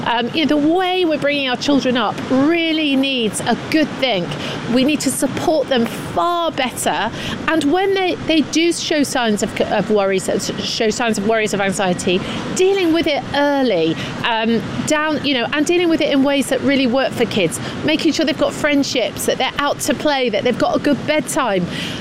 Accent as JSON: {"language": "English", "town": "Scunthorpe", "region": "Yorkshire and the Humber", "country": "United Kingdom", "said": "I come from Scunthorpe. I want to see investment there. It was a great steel town"}